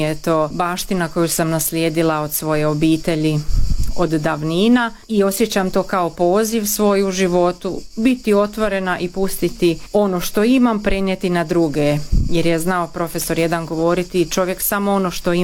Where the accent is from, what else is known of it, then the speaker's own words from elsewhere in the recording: Osijek, Osijek-Baranja County, Croatia; dolazim iz Osijeka